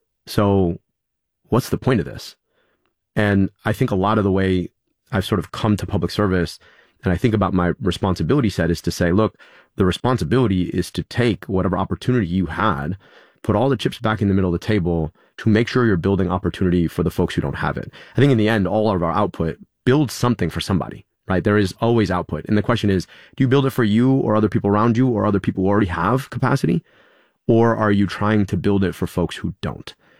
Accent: Pakistan; but I'm not British. They're British. I'm Pakistani.

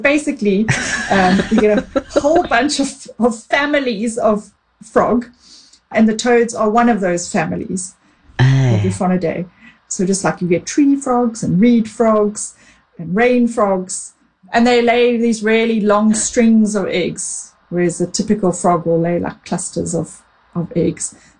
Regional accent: KwaZulu-Natal, South Africa; my hometown in the Southern Drakensberg Mountains

